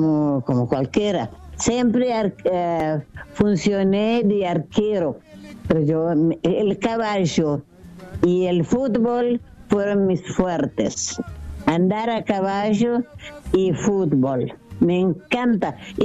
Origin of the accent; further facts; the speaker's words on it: Praia, Santiago, Cape Verde; now in Argentina; No por ser mi tierra, pero amo esta gente, sí.